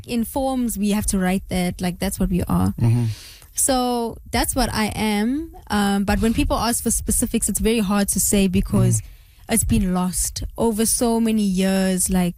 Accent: South Africa; Like, all I know is that I'm very mixed with a lot of things, but South African, you know, born and raised, I'm a South African girl.

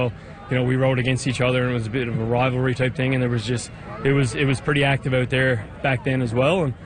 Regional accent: Placentia, Newfoundland and Labrador, Canada; Well, actually, I'm from Placentia. So there's a Placentia regatta

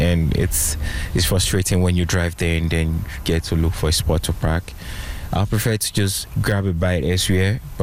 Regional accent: Nigeria; I'm an African, so I'm Nigerian, and I really like homemade food

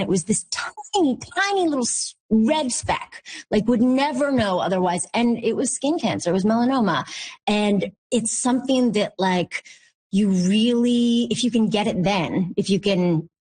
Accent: Montreal, Quebec, Canada; Montreal, which is my hometown.

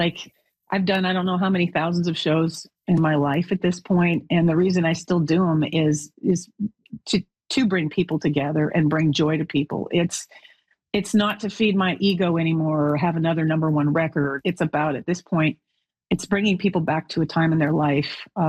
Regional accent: Alberta, Canada; So it blends growing up in Alberta

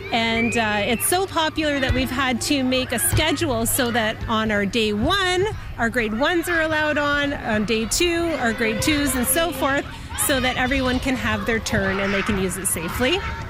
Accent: Toronto, Ontario, Canada; now in Sudbury, Canada; I grew up in Scarborough, Ontario, in the suburbs of Toronto.

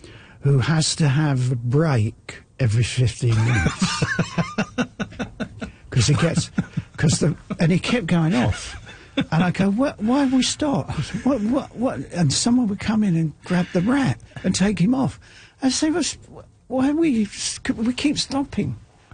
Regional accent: Ireland; And I'm Irish, you know.

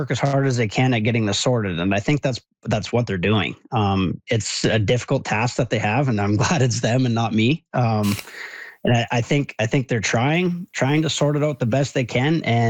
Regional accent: Canada; I guess as far as how does that make me feel as a Canadian, I feel the same as I always have.

